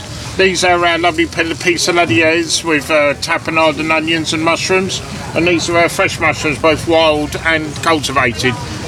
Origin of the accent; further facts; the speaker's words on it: South East England, United Kingdom; I'm from Ipswich originally.